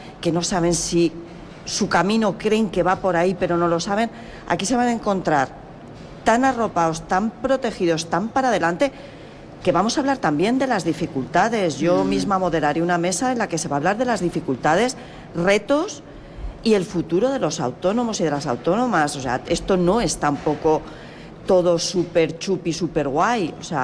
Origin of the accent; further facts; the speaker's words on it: Castilla-La Mancha, Spain; born there; la provincia de Cuenca, que es donde yo nací